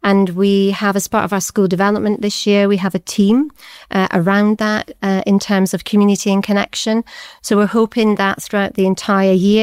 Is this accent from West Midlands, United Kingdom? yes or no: no; Scotland, United Kingdom; moved away as an adult; also born or lived in York / Durham / Gateshead; now in Newcastle, United Kingdom; Originally, I'm from Scotland, which you can probably hear from my accent. And I went down to York to university and settled in Newcastle.